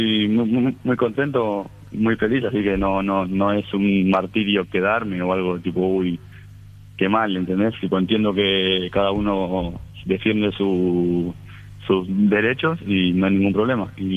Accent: Buenos Aires, Argentina; moved away; Yo soy de Buenos Aires.

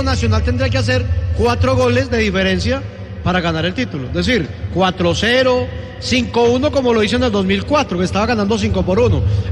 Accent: Antioquia, Colombia; bueno, hablo por lo menos de mi parte como antioqueño, quiero que Nacional se quede con el título

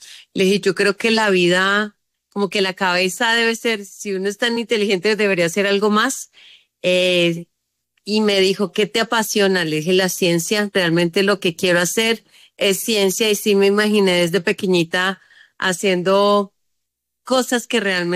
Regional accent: Huila, Colombia; yo soy del Huila

